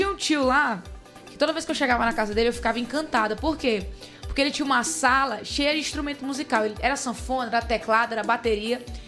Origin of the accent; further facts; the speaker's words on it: Manaus, Amazonas, Brazil; moved away as an adult; also born or lived in Alenquer, Pará; now in Sergipe, Brazil; Então, eu sou de Manaus, Amazonas, né?